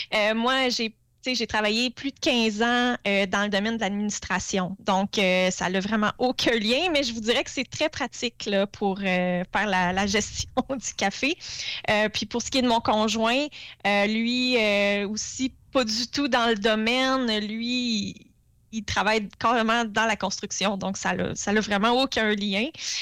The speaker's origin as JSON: {"language": "French", "town": "Saint-Gilles", "region": "Quebec", "country": "Canada", "said": "nous, on vient de la ville de Saint, on vient ben, du village de Saint-Gilles à Lebinière."}